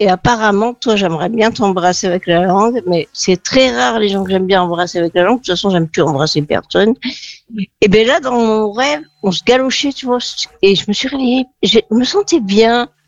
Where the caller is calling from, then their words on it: Arcachon, Nouvelle-Aquitaine, France; j'ai 60, je suis à Arcachon